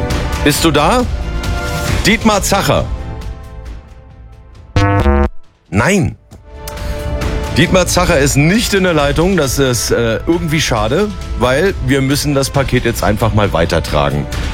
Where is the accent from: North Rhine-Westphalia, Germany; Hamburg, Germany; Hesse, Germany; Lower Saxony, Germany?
Hesse, Germany; Bürstadt; weil ich komme ja aus Bürstadt, und da hat er auf der Bühne gestanden mit seinen Jungs